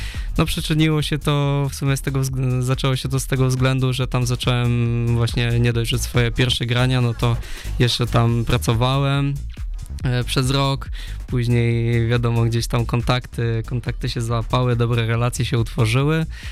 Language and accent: Polish; Szczecin, West Pomeranian Voivodeship, Poland; wszystko się zaczęło w Szczecinie, w moim miejscu zamieszkania